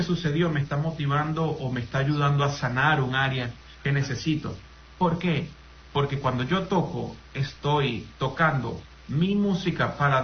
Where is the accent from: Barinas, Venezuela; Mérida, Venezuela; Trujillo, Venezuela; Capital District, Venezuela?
Capital District, Venezuela; Caracas; porque mi familia, yo soy de Caracas, mis padres están allá.